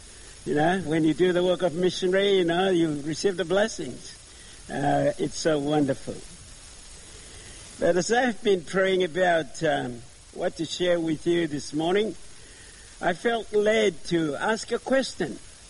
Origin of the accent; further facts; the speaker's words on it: Solomon Islands; moved away as an adult; from Solomon Islands. I've been a missionary here for 37 years.